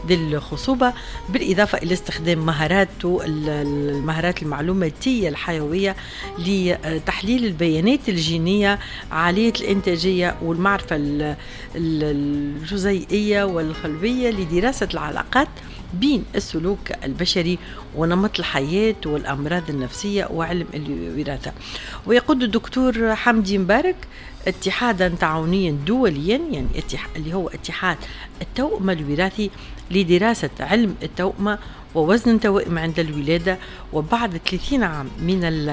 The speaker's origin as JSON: {"language": "Arabic", "country": "Tunisia", "said": "قديش مفتخرة أنا كتونسية بالأسماء التونسية اللي ديما اتنورنا."}